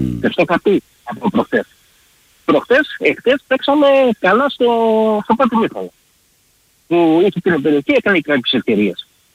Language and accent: Greek; Kalamata, Peloponnese, Greece; Είμαι Καλαμάτα. Το λέω δηλαδή, αγαπάω πολύ τον τόπο μου.